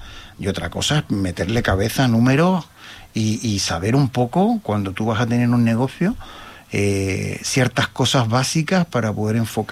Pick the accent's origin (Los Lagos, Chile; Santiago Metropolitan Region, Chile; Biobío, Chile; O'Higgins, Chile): Santiago Metropolitan Region, Chile; Santiago; moved away as an adult; bueno, yo nací en Santiago de Chile, ¿vale? Yo soy chileno, nací el 20 de abril de 1971, bajo la dictadura del señor Pinochet, con lo cual toda mi juventud, hasta los 23 años estuve en Chile